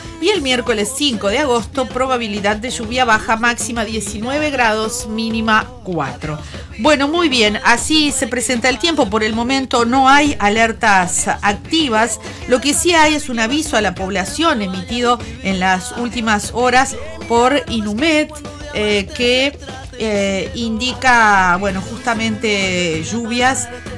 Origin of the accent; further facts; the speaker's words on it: Uruguay; Está bien que somos uruguayos, todas esas costumbres que tenemos